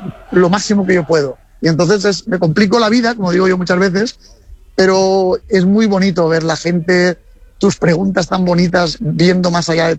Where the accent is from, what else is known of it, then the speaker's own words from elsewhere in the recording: Valencia, Valencian Community, Spain; Y encima en mi tierra, lo que te digo, pues ahora yo estuve ahora tocando con la Orquesta de Valencia